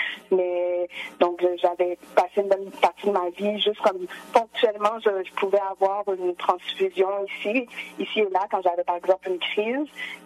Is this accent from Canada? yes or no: yes; Quebec City, Quebec, Canada; also born or lived in Cap-Haïtien, Haiti; now in Montreal, Canada; Je suis originairement du Cap-Haïtien. J'ai grandi à Québec, puis là maintenant, je suis à Montréal. Donc, je suis un peu de différentes places.